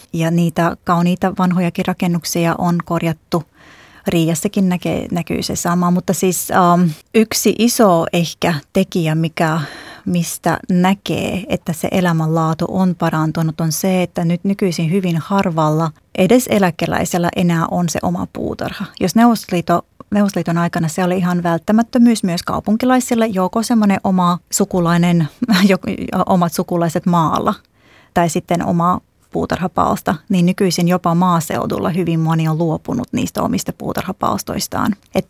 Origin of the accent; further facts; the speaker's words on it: Jaunpils, Tukums Municipality, Latvia; moved away; Olen itse kotoisin Jaunpilsistä, joka on semmoinen 2000 asukkaan kylä Jurmalasta suunnilleen sinne Liettuan päin.